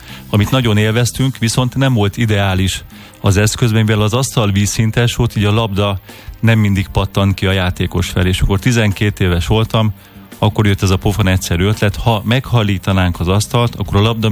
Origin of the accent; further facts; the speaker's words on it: Újpest, Budapest, Hungary; Én újpesti gyerekként nőttem fel, és nyilván, mint mindenki, akkor szinte rengeteget fociztunk lent a téren